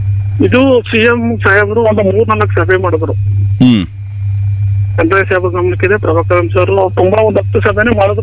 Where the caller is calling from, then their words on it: Karnataka, India; ಇದು ನಾವು ಇಲ್ಲಿ ನುಗ್ಗು ವ್ಯಾಪ್ತಿಗೆ ಬರ್ತೀವಿ.